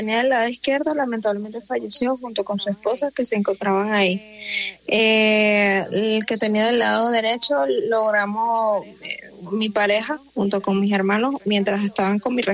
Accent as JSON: {"language": "Spanish", "town": "Caracas", "region": "Capital District", "country": "Venezuela", "tie": "born there", "also_born_or_lived": "La Guaira", "said": "Yo soy de Caracas, nací en la clínica Loira."}